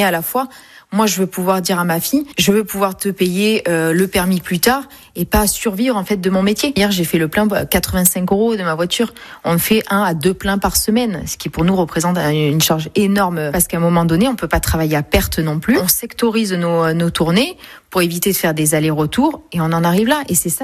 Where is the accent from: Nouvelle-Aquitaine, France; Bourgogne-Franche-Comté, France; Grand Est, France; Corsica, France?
Nouvelle-Aquitaine, France; Pessac; born there; now in Le Porge, France; j'ai 34 ans, je suis infirmière libérale et sur la commune du Porge. Et je suis surtout girondine, parce que je suis née à Pessac.